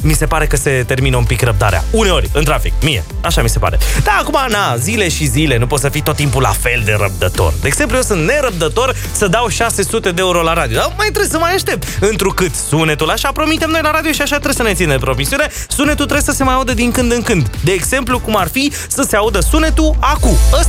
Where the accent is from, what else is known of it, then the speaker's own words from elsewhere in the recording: Transylvania, Romania; also born or lived in Cluj; now in Bucharest, Romania; Ardelean mutat în București.